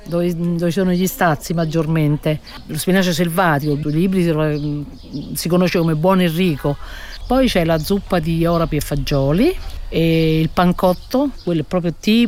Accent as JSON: {"language": "Italian", "town": "Pescasseroli", "region": "Abruzzo", "country": "Italy", "tie": "born or raised there", "moved": "as an adult", "said": "io sono di Pescasseroli"}